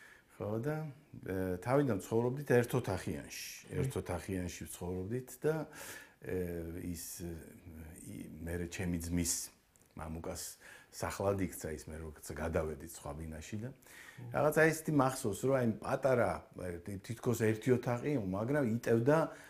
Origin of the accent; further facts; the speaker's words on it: Tbilisi, Georgia; ჩემი ბავშვობა რაც მახსოვს იმ თბილისში, მაშინდელ თბილისში 64-ში ვარ დაბადებული